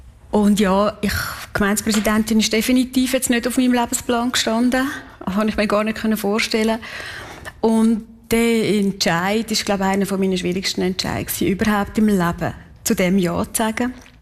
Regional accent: Kaltbrunn, St. Gallen, Switzerland; weil ich bin in Kalbrunn aufgewachsen. Ich bin ein Kalbrunner, durch und durch.

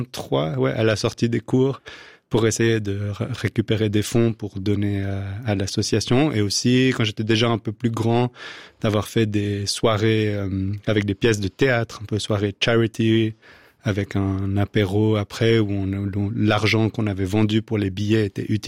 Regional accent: United Kingdom; now in France; j'ai grandi en Angleterre, donc c'est mon... Quand je rentre au UK, je suis à la maison. Donc c'est là où j'ai passé mon enfance.

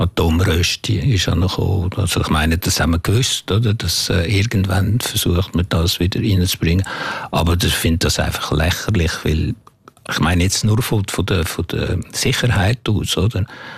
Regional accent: Switzerland; Aber ich habe geschrieben als ein Schweizer oder irgendwie, wo das geht anschauen. Und nicht als ein Franzose

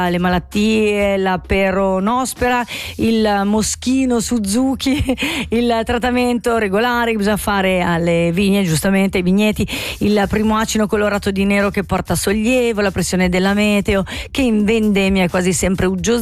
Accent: Biasca, Ticino, Switzerland; io sono di Biasca, due diciamo luoghi nemici seppur quasi vicini con dei dialetti meravigliosi

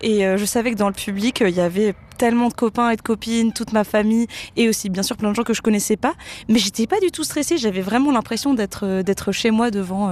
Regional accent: Lausanne, Vaud, Switzerland; born there; Vu que je viens de Lausanne

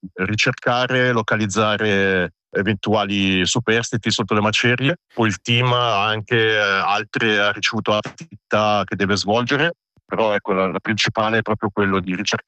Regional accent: Ticino, Switzerland

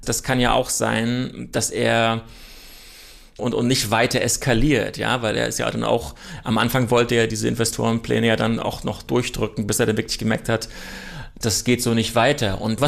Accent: Germany

